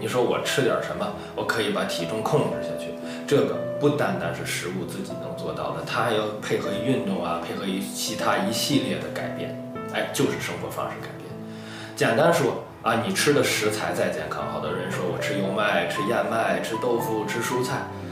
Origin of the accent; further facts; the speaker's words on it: China